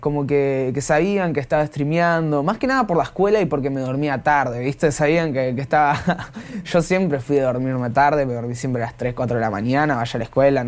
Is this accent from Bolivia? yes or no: no; General Rodríguez, Buenos Aires Province, Argentina; now in Pilar, Argentina; Yo soy de General Rodríguez, de allá, zona oeste. Viví mucho tiempo ahí, fui a la escuela allá. Y después me mudé para Pilar, pero bueno, estamos ahí cerca.